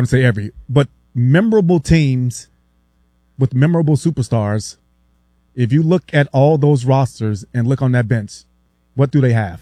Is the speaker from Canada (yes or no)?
no; New York City, New York, United States; I'm a New Yorker, right? I've been there. I've walked those streets.